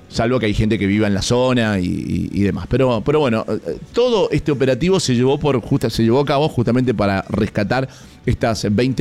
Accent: Mendoza, Argentina

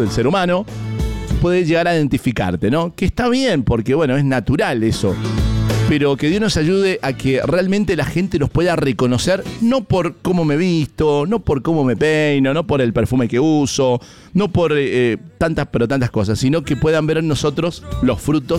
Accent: Argentina; somos argentinos, ¿qué te pasa? Esta es la evidencia, somos pasionales. Está bien, es cierto, hemos nacido acá

